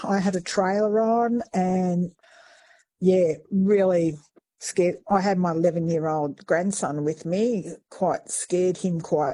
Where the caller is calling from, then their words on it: Victoria, Australia; I've lived in Warrnambool for over 30 years.